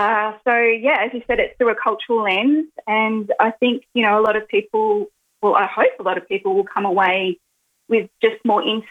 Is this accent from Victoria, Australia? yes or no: yes; Victoria, Australia; And I grew up with my mum and my mother's mob. So I'm, you know, don't hold it against me. I grew up in Victoria.